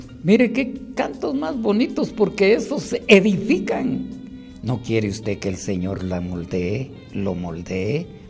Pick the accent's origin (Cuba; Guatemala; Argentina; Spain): Guatemala; da vergüenza oír esas noticias de mi pueblo, usted, Guatemala.